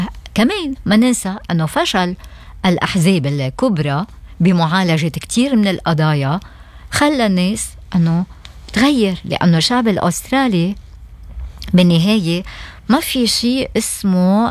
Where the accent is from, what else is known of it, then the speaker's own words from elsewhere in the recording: Lebanon; now in Australia; نحن كجالية لبنانية وعرب